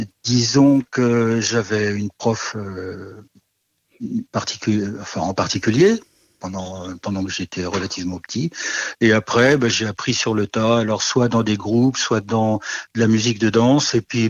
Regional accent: Nouvelle-Aquitaine, France; moi je suis plutôt du Poitou-Charentin en fait, hein. je suis un petit peu au sud, hein.

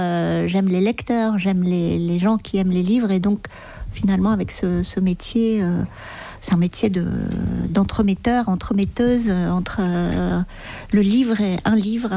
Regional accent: Paris, Île-de-France, France; born there; Non, je suis née à Paris. Mon père était tourangeau, ma mère allait du Lot-et-Garonne

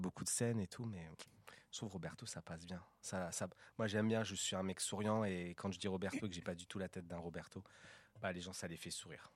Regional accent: south of France, France; accent: southern French; j'ai l'accent du sud qui revient.

